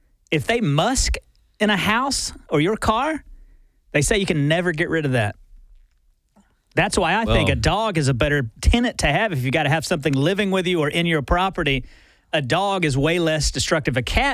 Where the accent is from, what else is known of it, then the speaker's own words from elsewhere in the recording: Auburn, Alabama, United States; moved away as an adult; also born or lived in Myrtle Beach, South Carolina; I moved from Auburn, Alabama, our hometown, and moved to my first job in Myrtle Beach